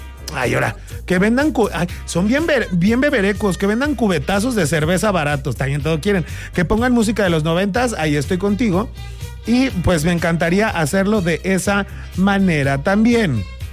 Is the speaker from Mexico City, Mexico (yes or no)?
yes; Mexico City, Mexico; Yo soy de allá, de la Ciudad de México, pero cada fin de semana me regreso para la ciudad.